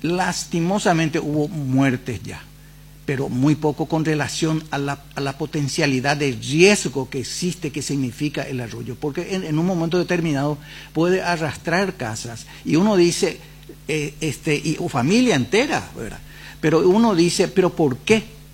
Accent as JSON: {"language": "Spanish", "town": "Lambaré", "region": "Central", "country": "Paraguay", "tie": "born or raised there", "said": "soy oriundo de Lambaré, ¿verdad? Y estoy hablando de por lo menos 50, 60 años atrás."}